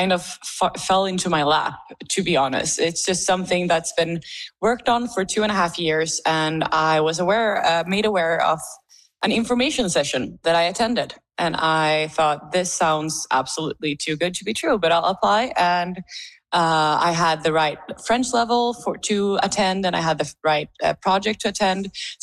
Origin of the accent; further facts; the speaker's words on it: Sweden; first language Swedish; English is a second language; since English isn't my first language is Swedish, but I know the importance of language.